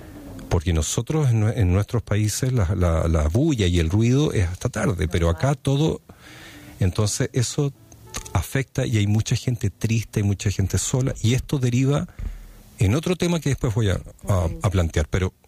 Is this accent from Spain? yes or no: no; southern Chile, Chile; moved away; yo soy chileno, yo soy de la parte austral